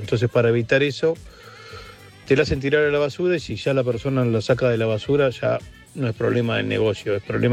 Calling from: Barracas, Buenos Aires, Argentina; de Barracas.

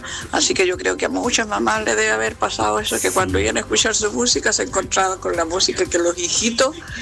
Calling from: Labranza, Araucanía, Chile; Un abrazo desde Labranza.

